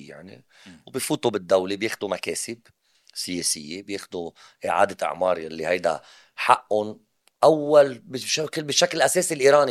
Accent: Lebanon; انا كشاب لبناني،

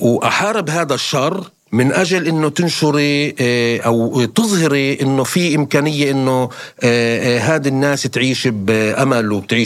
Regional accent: Palestine; انا كفلسطيني برضو عشت حروب وبرضو تحت الاحتلال

